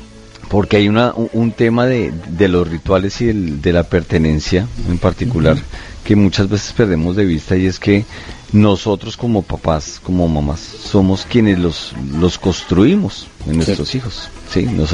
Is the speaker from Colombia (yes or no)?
yes; Colombia; a trancas y mochas, como decimos en Colombia